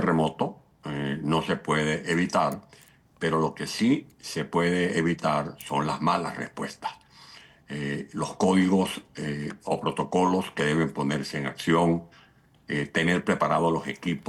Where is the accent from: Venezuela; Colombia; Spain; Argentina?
Venezuela; dolorosamente en mi país es estremecido por este sismo